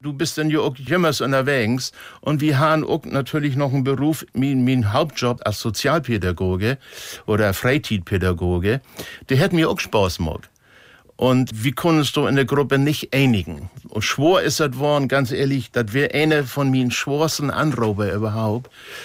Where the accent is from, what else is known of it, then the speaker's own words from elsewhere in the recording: Klein Nordende, Schleswig-Holstein, Germany; Das ist bei uns in Dörben, Klein Nordende, liegt wie im Zorn, 30